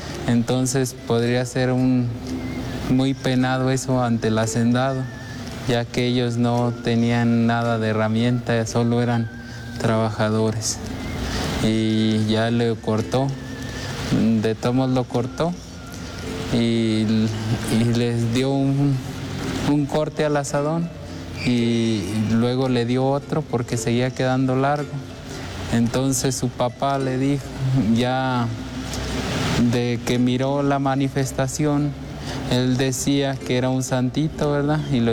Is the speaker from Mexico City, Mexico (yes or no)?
no; Luis Moya, Zacatecas, Mexico; el santo patrono de mi pueblo natal